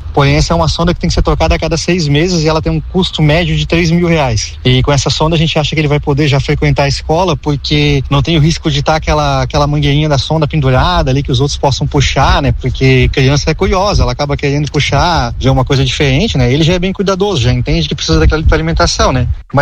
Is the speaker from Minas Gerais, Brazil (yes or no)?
no; Rio do Sul, Santa Catarina, Brazil; moved away as an adult; now in Ituporanga, Brazil; Nós somos de Rio do Sul, moramos há mais ou menos 3 anos em Tuporanga.